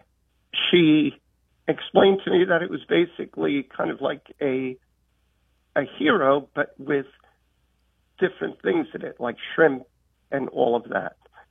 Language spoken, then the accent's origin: English; New York City, New York, United States; Right, but I grew up in Queens, in Astoria.